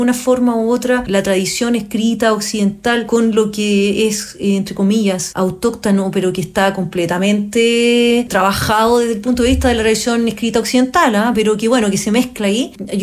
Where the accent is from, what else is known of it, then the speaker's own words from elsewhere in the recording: Chile; Yo soy chilena, soy pianista